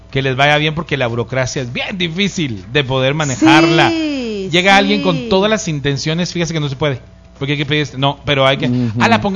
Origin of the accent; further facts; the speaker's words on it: Salamá, Baja Verapaz, Guatemala; born there; moved away; Se me hace muy de allá en mi pueblo de Salamá.